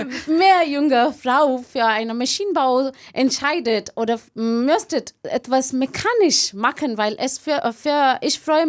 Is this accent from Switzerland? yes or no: no; India; German is a second language; hatte ich für mich diesen Kurs gesucht in einer anderen Stadt in Indien. Davor hatte ich auch von meiner Heimat, davor muss ich von meiner Heimat umsehen, so einen anderen Ort sehr weit weg.